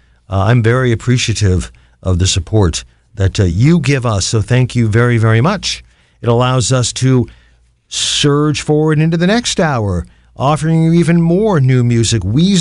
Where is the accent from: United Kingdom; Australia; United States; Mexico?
United States; Canton, Ohio; for Akron and my hometown of Canton, the Hall of Fame City